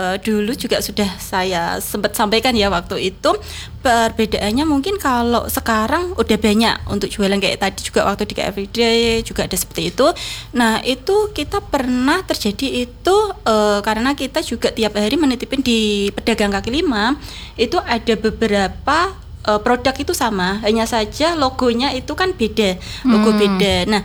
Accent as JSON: {"language": "Indonesian", "town": "Kudus", "region": "Central Java", "country": "Indonesia", "tie": "born or raised there", "said": "saya asli Kudus ya, asli Kudus itu."}